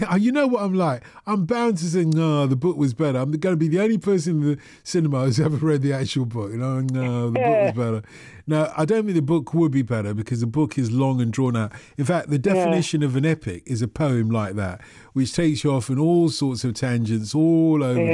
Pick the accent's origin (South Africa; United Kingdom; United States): United Kingdom; London; when I grew up in North London, in the sort of like part of North London that was Little Cyprus